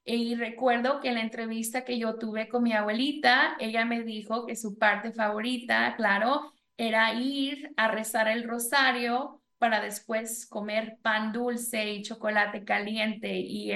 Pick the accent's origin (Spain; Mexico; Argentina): Mexico; aunque fui criada en México